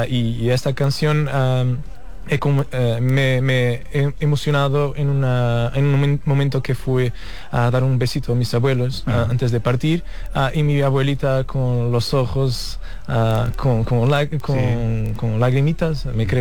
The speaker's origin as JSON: {"language": "Spanish", "town": "Portimão", "region": "Faro", "country": "Portugal", "also_born_or_lived": "Lisbon / England", "second_language": "Spanish", "said": "Yo soy de Portimão. Uh-huh. Y para hacer lo que quiero tuve que ir para Lisboa."}